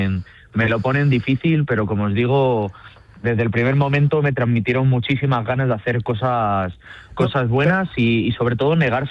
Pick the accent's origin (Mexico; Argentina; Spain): Spain; Toledo, Castilla-La Mancha; Yo soy de aquí de Toledo